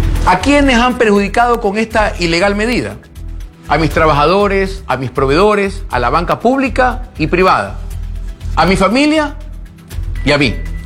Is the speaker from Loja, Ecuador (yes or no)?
no; Guayaquil, Guayas, Ecuador; Como firme, libres y sin miedo, somos los guayaquileños.